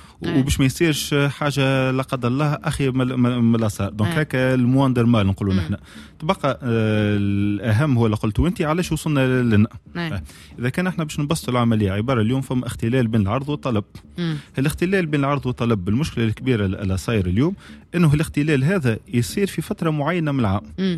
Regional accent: Tunisia

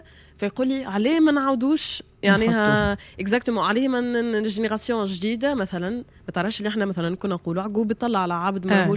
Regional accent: Tunis, Tunis Governorate, Tunisia; الوالده تفهم شلحه ما تحكيش شلحه اما تربيت في سنتر فيل في تونس في سنتر فيل

